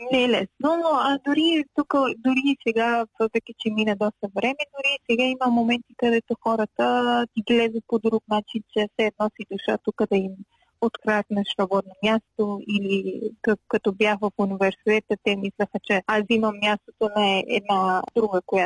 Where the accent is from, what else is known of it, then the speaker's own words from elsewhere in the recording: Afghanistan; Bulgarian is a second language; now in Bulgaria; защото съм от Афганистан